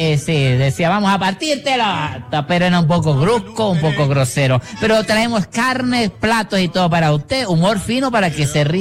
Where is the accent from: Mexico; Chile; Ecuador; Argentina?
Argentina; Venimos aquí directamente del mejor país del mundo. Venimos directamente de Las Pampas, desde San Martín, desde Buenos Aires, Cauca, de toda la zona linda de Argentina.